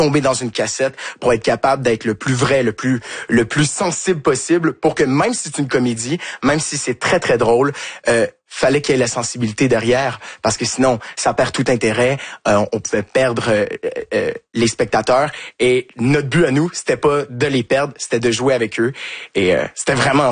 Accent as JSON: {"language": "French", "region": "Quebec", "country": "Canada", "accent": "Québécois", "said": "Et du fait qu'on est Québécois aussi, on est dans le sud de la France, c'est un accent qu'ils sont pas habitués d'entendre."}